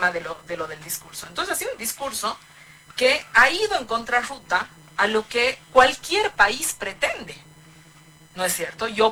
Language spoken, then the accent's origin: Spanish; Bolivia